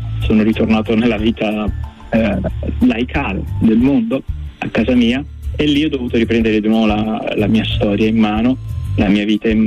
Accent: Sant'Antimo, Campania, Italy; io sono napoletano, provincia di Napoli, di Sant'Antimo

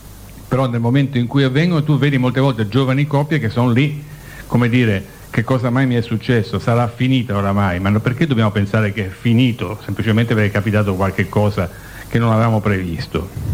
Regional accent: Milan, Lombardy, Italy; evidente nel luogo dal quale vengo, da Milano

